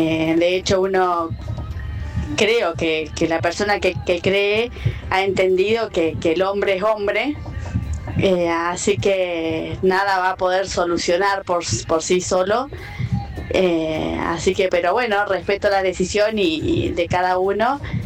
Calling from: Cipolletti, Río Negro, Argentina; Yo soy del interior, de Cipolletti. … de Río Negro.

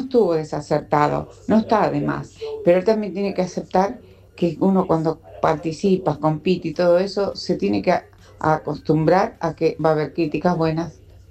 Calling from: Boulogne, Buenos Aires Province, Argentina; de Boulogne.

